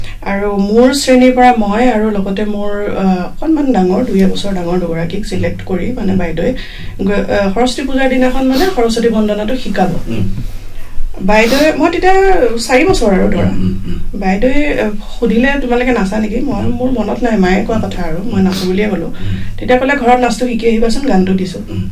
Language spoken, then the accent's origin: Assamese; Guwahati, Assam, India; মোৰ জন্ম গুৱাহাটীতে, মই ইয়াতে পঢ়া শুনা কৰিছোঁ।